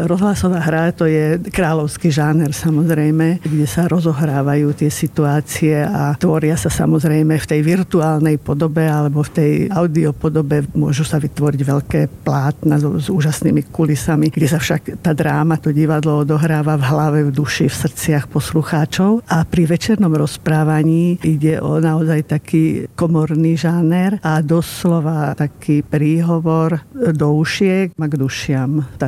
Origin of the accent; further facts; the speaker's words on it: Bratislava, Bratislava Region, Slovakia; born there; som sa narodila v Bratislave na Dobšinského ulici